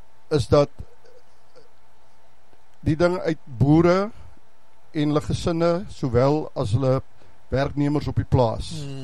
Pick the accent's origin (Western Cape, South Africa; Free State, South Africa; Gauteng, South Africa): Western Cape, South Africa; George; moved away as an adult; also born or lived in Fort Beaufort; now in George, South Africa; ek het groot geword op George, 1963 gebore